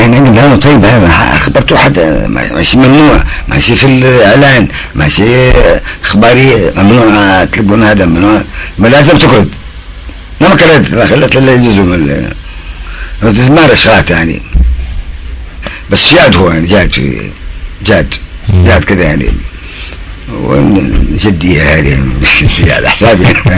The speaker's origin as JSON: {"language": "Arabic", "town": "Mukalla", "region": "Hadhramaut", "country": "Yemen", "tie": "born or raised there", "said": "اصبح مدير لا اتذكر عيد يعني جابنا وانا طفل يعني سكننا في المكلا يعني"}